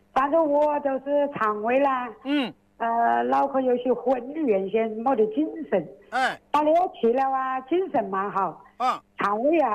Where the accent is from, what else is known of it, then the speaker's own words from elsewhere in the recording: Qingshan, Hubei, China; 我是青山红岗城那边。